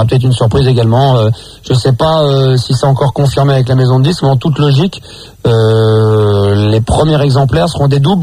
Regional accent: Bordeaux, Nouvelle-Aquitaine, France; tu dis que je suis pas con, je suis de Bordeaux.

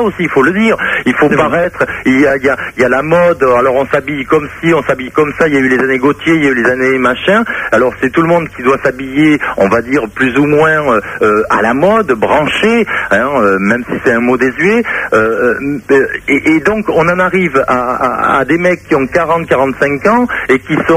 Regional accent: Mont-de-Marsan, Nouvelle-Aquitaine, France; born there

